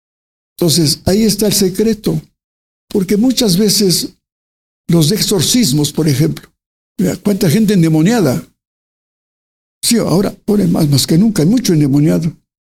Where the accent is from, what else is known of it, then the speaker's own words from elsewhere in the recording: Ecuador; querido sacerdote, soy extranjero, soy ecuatoriano, y me ahogo, ¿no?